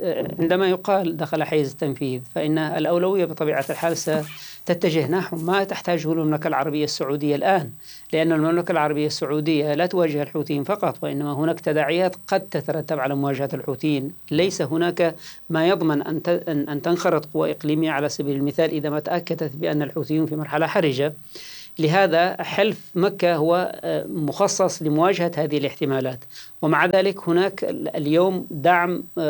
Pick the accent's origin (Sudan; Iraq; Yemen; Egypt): Yemen; بالنسبة لنا نحن كيمنيين